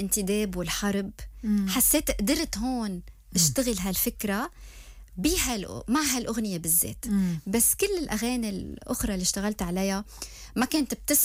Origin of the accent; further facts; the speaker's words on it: Lebanon; يعني أنا طول عمري بلبنان، كبرت بلبنان بين صيدا وبيروت وجزين، هيدا الفايب تبعيتي